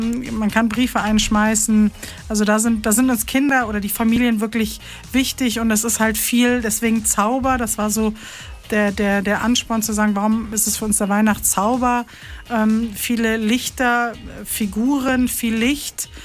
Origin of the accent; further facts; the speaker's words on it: Rhineland, Germany; born there; moved away; weil ich bin gebürtig aus dem Rheinland